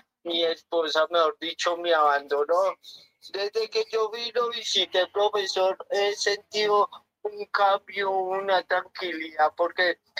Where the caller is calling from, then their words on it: Villapinzón, Cundinamarca, Colombia; De Villapinzón, Cundinamarca, profesor.